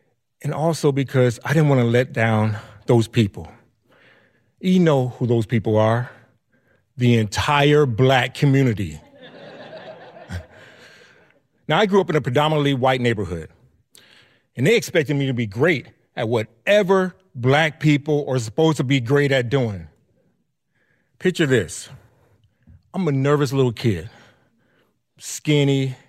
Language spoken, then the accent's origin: English; Arkansas, United States; moved away as an adult; now in Los Angeles, United States; I'm originally from Arkansas, but now I live in Los Angeles. I actually moved to Los Angeles right before Y2K happened. So I've been out there for about 25 years.